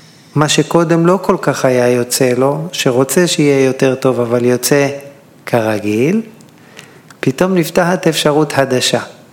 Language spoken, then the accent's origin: Hebrew; Elyashiv, Central District, Israel; גדלתי בחוף מכמורת, אני מושבניק מאלישיב ועמק חפר. שבוע שעבר הייתי במכמורת, חוף ילדותי.